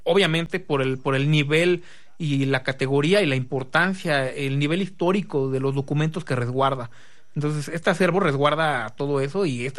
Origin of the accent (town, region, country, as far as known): Mexico